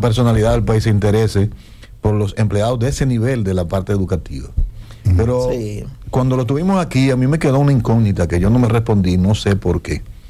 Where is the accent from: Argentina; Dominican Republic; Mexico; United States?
Dominican Republic